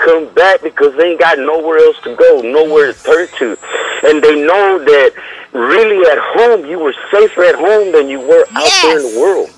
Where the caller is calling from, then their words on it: Houston, Texas, United States; I'm calling from Houston. And by the way